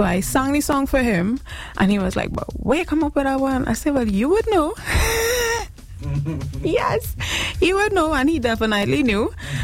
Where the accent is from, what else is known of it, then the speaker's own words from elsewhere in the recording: Laventille, Trinidad & Tobago; I am from Old St. Joseph Road, Lavantel.